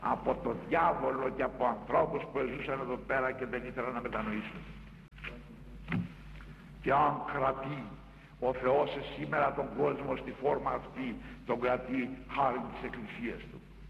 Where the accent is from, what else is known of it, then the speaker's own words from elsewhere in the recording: Corfu, Ionian Islands, Greece; την Κέρκυρα, την πατρίδα μου.